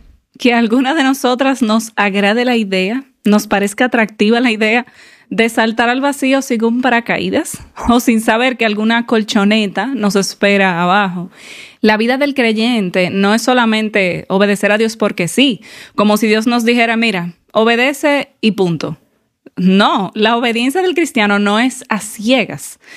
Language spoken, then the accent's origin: Spanish; Dominican Republic; como quizás algunas ya saben. Tengo 30 años y soy de República Dominicana. Vivo con mi familia